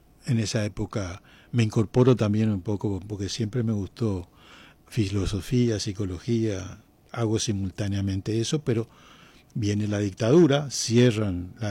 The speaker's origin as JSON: {"language": "Spanish", "country": "Paraguay", "tie": "born or raised there", "also_born_or_lived": "Uruguay"}